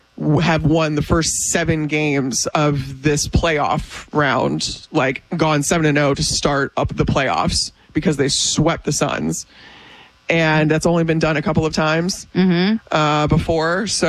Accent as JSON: {"language": "English", "town": "Chicago", "region": "Illinois", "country": "United States", "tie": "born or raised there", "said": "I grew up in Chicago and the Cubs were on WGN, which was also national."}